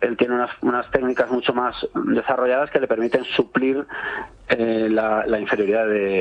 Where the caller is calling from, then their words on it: Cuenca, Castilla-La Mancha, Spain; En mi pueblo, en Cuenca estoy.